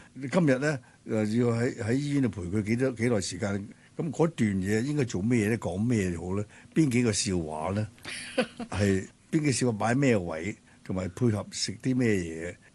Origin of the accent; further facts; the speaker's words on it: China; 冇人摆骨灰，好多呢啲迷信我哋中国人，to me is ridiculous， 都冇人摆骨灰喺屋企嘅。